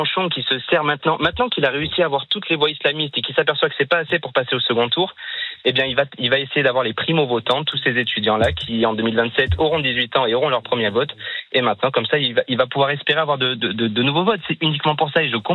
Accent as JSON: {"language": "French", "town": "Bordeaux", "region": "Nouvelle-Aquitaine", "country": "France", "tie": "born there", "said": "Oui, je suis né à Bordeaux."}